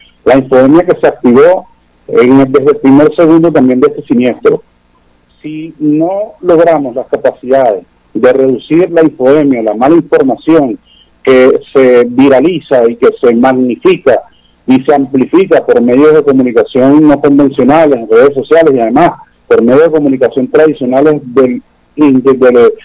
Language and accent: Spanish; Venezuela